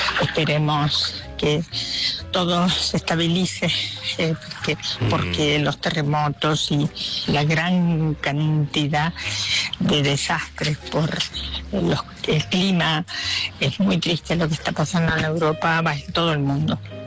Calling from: Italy; de Italia.

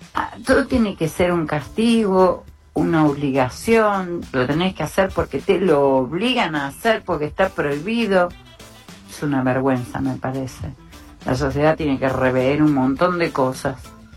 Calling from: Castelar, Buenos Aires Province, Argentina; de Castelar.

